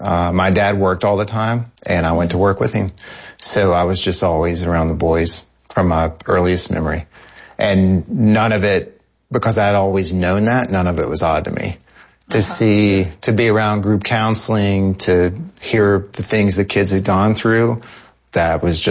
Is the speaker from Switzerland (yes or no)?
no; Kentucky, United States; because I grew up in Eastern Kentucky. So we had a pretty homogenous school, and everyone was pretty much the same.